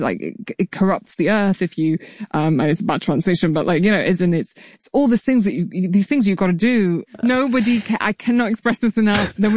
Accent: United Kingdom

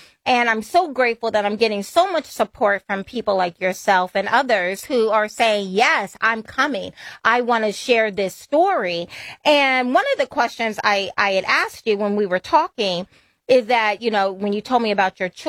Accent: Alabama, United States; And I grew up on a pig farm in southern Alabama in the very deep and rural south of Alabama.

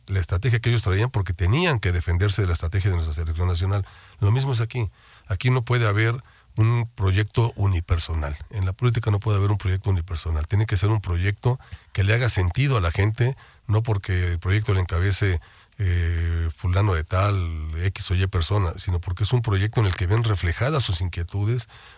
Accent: Mexico; nos hermana como mexicanos

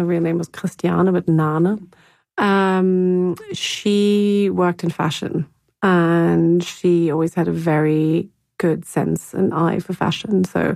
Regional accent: Hamburg, Germany; the flat that I grew up in Hamburg had, it evolved, obviously.

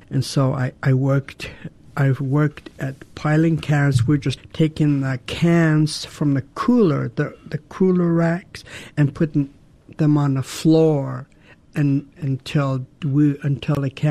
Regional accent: Douglas, Alaska, United States; born or raised there

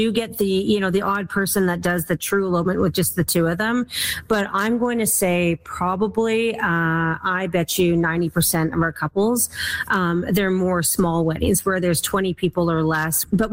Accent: Saskatchewan, Canada; I love it. I'm from Saskatchewan, so I love a good Saskatchewan girl.

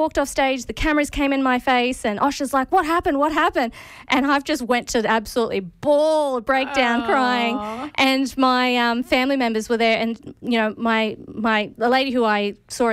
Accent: Queensland, Australia; I'm not used to Melbourne winter at all. I'm a Queenslander.

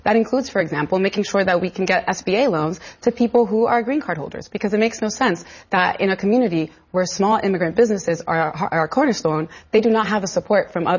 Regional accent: New York City, New York, United States; I am the daughter of Dominican immigrants. I am a New Yorker.

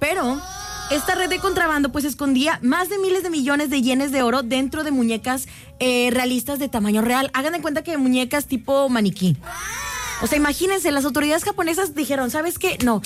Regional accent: Mexico; nosotros como mexicanos vamos a llegar a la final

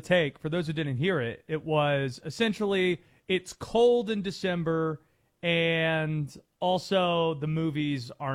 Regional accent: Baltimore, Maryland, United States; born there; I was born in Baltimore, and I appreciate the call from Baltimore.

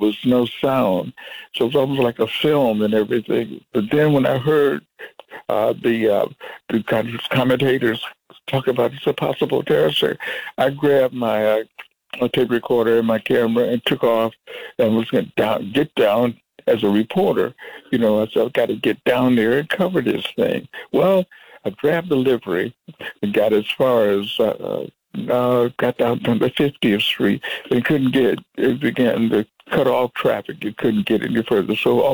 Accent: Detroit, Michigan, United States; because, you know, growing up in Motown, it's impossible to resist the kind of urgency to put down your own words, to write your own songs.

